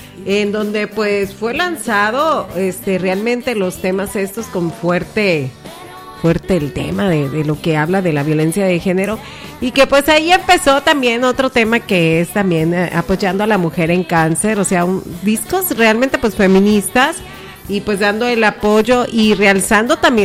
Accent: Mexico; Equipo mexicano a la cual estamos echando porras nosotros, porque somos mexicanos

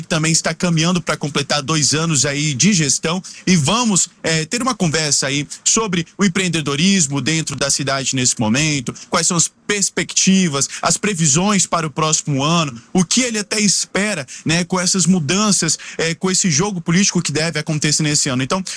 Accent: Roraima, Brazil; moved away as an adult; now in São Paulo, Brazil; sou lá de Roraima, também cheguei nesse ano

